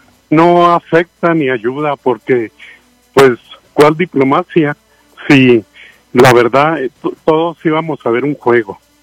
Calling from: Mexico; Todos somos mexicanos

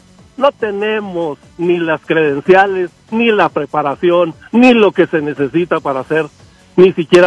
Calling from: United States; yo vivo en Estados Unidos, tengo doble ciudadanía, ¿verdad? Mexicana y estadounidense

